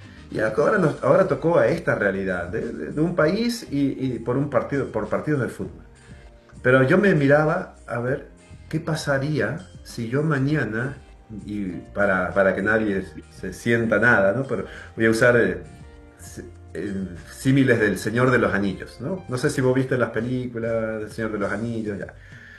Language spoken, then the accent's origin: Spanish; Argentina; más allá de que yo sea argentino